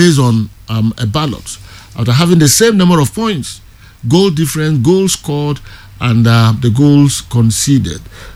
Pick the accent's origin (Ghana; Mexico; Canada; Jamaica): Ghana; Sampa, Bono; from Sampa.